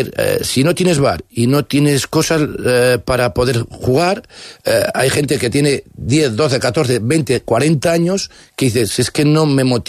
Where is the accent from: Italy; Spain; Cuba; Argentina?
Spain; Castile and León; en mi pueblo, y hay muchos pueblos de Soria